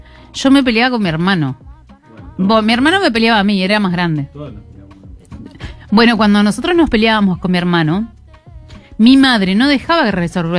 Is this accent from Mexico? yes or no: no; Montevideo, Uruguay; yo soy montevideana, pero toda la familia de mi mamá es de Florida.